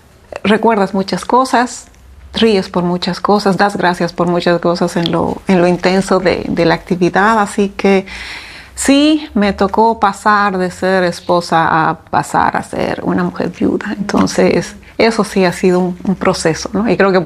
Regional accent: Bolivia; moved away as an adult; now in Dominican Republic; Soy boliviana de origen y ya muchos años acá.

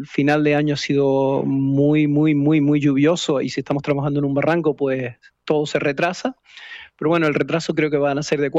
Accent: La Gomera, Canary Islands, Spain; cuando vine de La Gomera, estudié en el Padre Ancheta. Entonces, para diferenciarme del resto, todo el mundo

